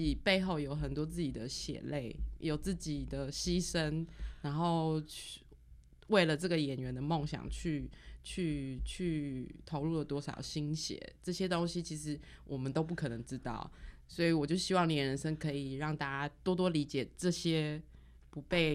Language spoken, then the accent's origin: Chinese; southern Taiwan, Taiwan; 我们都是南部人。